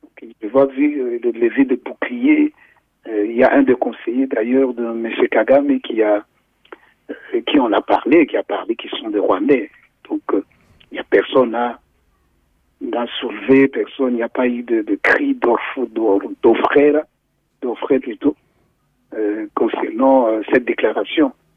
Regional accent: Belgium; je suis belge d'origine congolaise

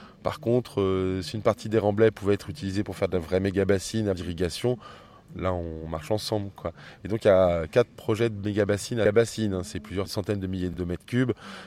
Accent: Beauvais, Hauts-de-France, France; born there; Je suis né à Beauvais

